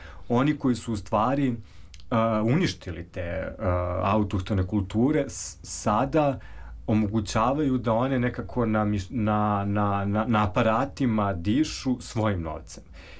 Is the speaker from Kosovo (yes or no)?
no; Serbia; Odakle ste, ja kad sam rekao Srbija, on je zastao